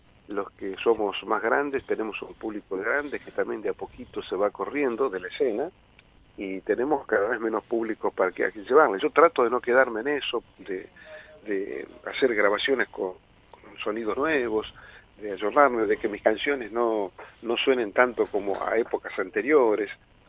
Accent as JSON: {"language": "Spanish", "town": "San Salvador de Jujuy", "region": "Jujuy", "country": "Argentina", "tie": "born or raised there", "moved": "as an adult", "lives_now": "Buenos Aires, Argentina", "said": "Soy de Jujuy. De Jujuy. De San Salvador de Jujuy, de la capital de Jujuy."}